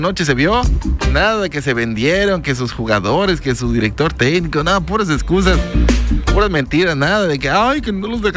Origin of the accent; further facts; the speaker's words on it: Mexico; porque somos humildes, los mexicanos.